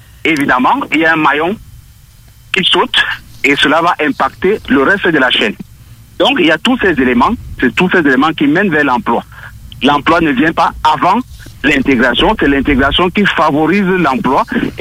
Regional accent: Cameroon; moved away as an adult; now in Lévis, Canada; Ça fait 3 mois exactement que je suis installé à Lévis. Et je le précise venant directement de mon pays d'origine, qui est le Cameroun.

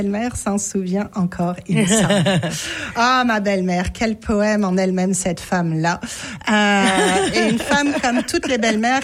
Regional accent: France; Moi, en tant que Française, j'ai baigné dans la culture militaire avec les guerres.

